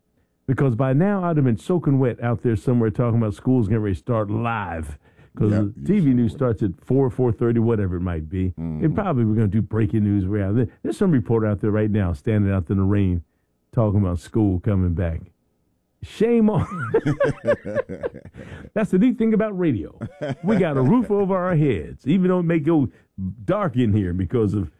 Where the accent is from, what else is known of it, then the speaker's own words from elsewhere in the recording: Philadelphia, Pennsylvania, United States; Three snowflakes. I'm from Philadelphia. We go to school. We ain't snow day.